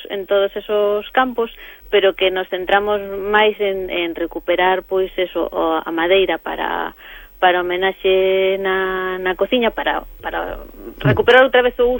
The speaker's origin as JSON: {"language": "Galician", "town": "A Estrada", "region": "Galicia", "country": "Spain", "said": "Do lugar de Ulla, da parroquia de Berres na Estrada, e que xa era torneiro."}